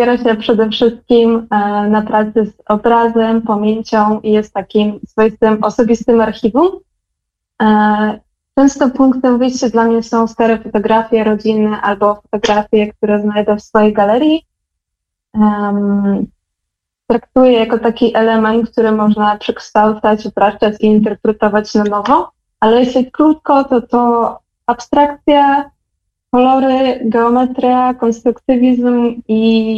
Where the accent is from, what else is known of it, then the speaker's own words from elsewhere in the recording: Belarus; moved away; po tym, jak dorastałam na Białorusi.